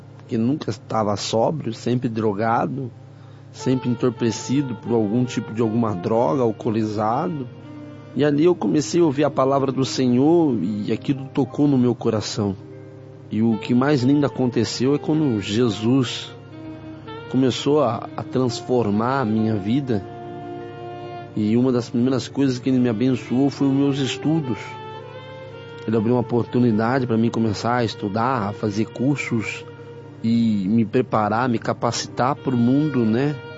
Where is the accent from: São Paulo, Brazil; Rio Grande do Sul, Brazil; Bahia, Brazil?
São Paulo, Brazil; Ribeirão Preto; sou da cidade de Ribeirão Preto